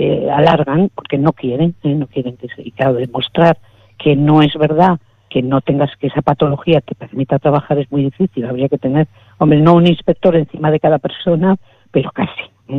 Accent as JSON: {"language": "Spanish", "region": "Castile and León", "country": "Spain", "tie": "born or raised there", "said": "A ver, yo soy de campo, yo soy del pueblo de Palencia, y mi padre era agricultor, trabajaba en una finca gigantesca con más de 800 árboles, con mucho trabajo de campo, y yo eso lo he mamado, lo he vivido"}